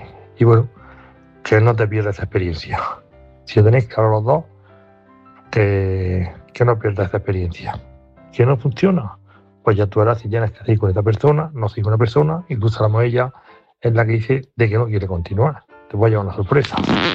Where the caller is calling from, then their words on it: Granada, Andalusia, Spain; de Granada